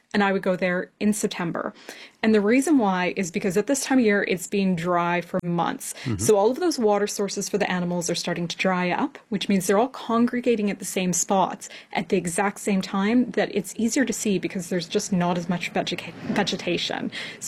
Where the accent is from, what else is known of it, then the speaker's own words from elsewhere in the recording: Canada; And I am going to correct you. I'm Canadian.